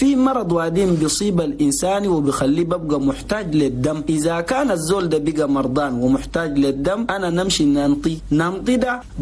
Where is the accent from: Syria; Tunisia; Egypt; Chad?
Chad; نقول لأخواننا المواطنين جميعا في بلدنا تشاد